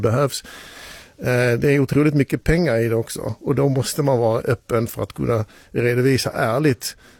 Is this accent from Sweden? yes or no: no; Netherlands; Och vi är ärliga holländare och tycker att det här är viktigt att öppna med alla data